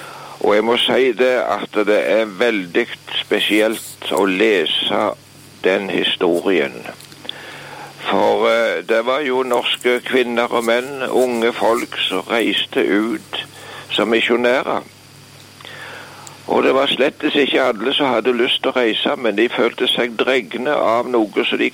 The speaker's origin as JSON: {"language": "Norwegian", "town": "Varhaug", "region": "Rogaland", "country": "Norway", "tie": "born or raised there", "said": "Men jeg husker hjemme på Varhaus"}